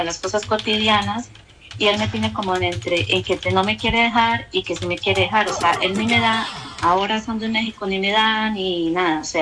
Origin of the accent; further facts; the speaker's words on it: Cúcuta, Norte de Santander, Colombia; Ya están en unos contactos desde Cúcuta, porque yo soy de Cúcuta.